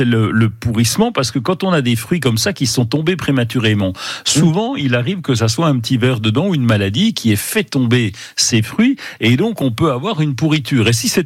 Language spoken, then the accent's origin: French; Bourgogne-Franche-Comté, France; chez nous, en Franche-Comté, ben évidemment, le froid arrive un peu plus vite.